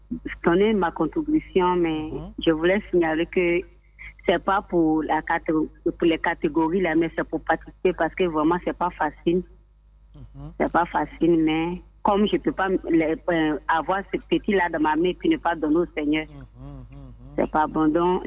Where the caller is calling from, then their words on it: Abidjan, Côte d’Ivoire; J'appelle de Angre Nouveau-Chi.